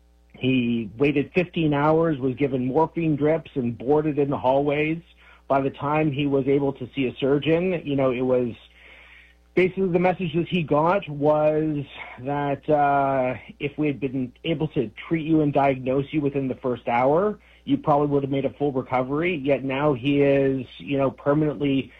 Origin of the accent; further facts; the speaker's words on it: Canada; And, universal health care, as a Canadian, look, I will say this.